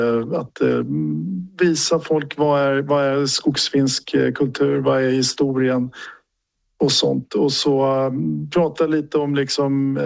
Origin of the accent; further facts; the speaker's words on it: Sweden; Men jag är då uppväxt i Sverige med den bakgrunden och det är ju en minoritet i Sverige